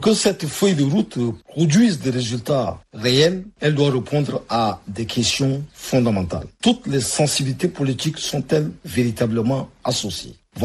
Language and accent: French; Chad